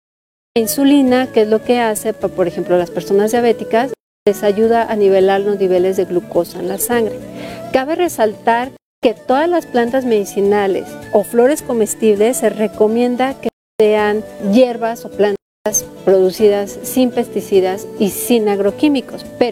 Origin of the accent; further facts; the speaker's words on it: Mexico; es la flor que nos representa como mexicanos.